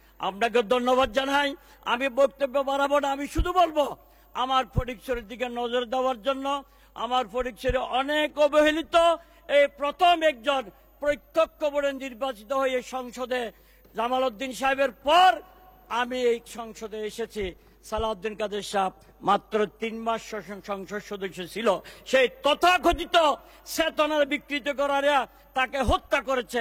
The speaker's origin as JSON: {"language": "Bangla", "town": "Chittagong", "region": "Chittagong Division", "country": "Bangladesh", "said": "আমরা চট্টগ্রামের লোকজন"}